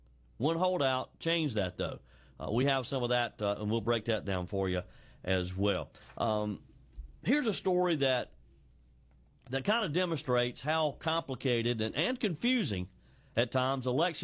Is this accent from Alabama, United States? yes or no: no; South Carolina, United States; I know there was chaos in my home state of South Carolina.